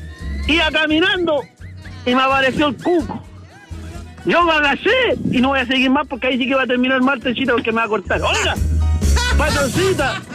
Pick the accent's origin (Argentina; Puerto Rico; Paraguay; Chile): Chile; born there; also born or lived in Santiago, Chile; me vine para acá, para mi tierra, mi fondo